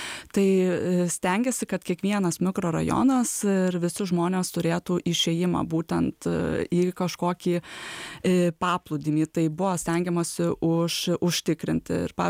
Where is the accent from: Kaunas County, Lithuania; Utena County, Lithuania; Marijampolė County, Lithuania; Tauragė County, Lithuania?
Kaunas County, Lithuania; Kaunas; Dabar aš kaip kaunietė